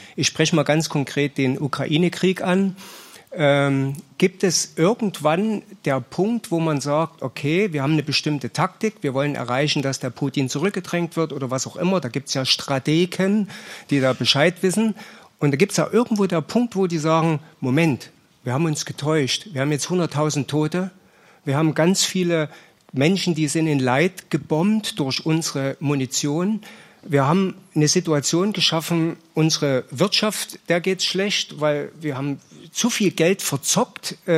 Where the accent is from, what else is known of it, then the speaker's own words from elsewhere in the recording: Großostheim, Bavaria, Germany; Ich komme aus Großostheim in der Nähe von Aschaffenburg.